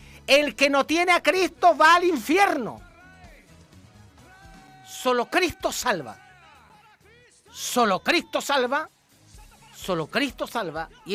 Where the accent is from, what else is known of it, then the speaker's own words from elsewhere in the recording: Chile; Nosotros, los gentiles, aunque tenemos sangre judía, porque en Chile es muy poco el chileno que no tenga la sangre española y tenga genealogía judía, la verdad es que nosotros, los creyentes, los cristianos